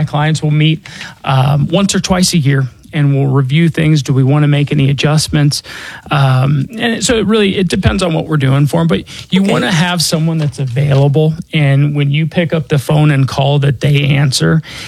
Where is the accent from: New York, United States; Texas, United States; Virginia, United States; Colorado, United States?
Colorado, United States; Denver; Again, I was born and raised here in Denver. You know, I'm not just licensed here. This is where I call home.